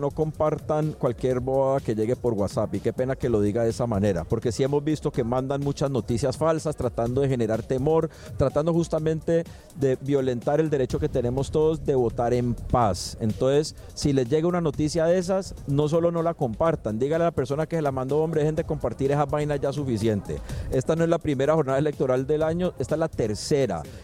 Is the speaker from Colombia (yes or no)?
yes; Colombia; me da tristeza como colombiano